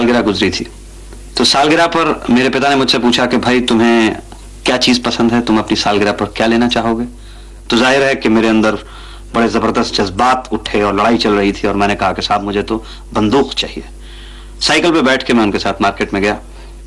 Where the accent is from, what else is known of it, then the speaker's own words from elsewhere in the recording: Ludhiana, Punjab, India; मैं लुधियाने का रहने वाला हूँ, खुली छतें होती हैं वहाँ पर